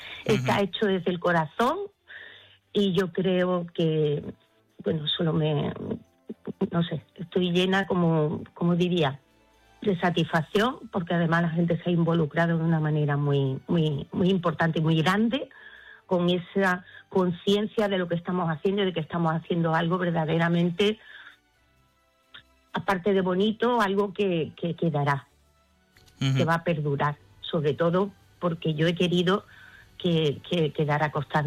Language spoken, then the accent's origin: Spanish; Ceuta, Spain; Ceuta, mi tierra